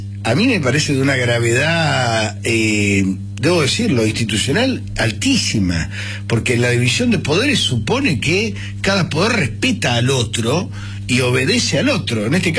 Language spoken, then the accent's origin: Spanish; Uruguay; Y yo soy uruguayo.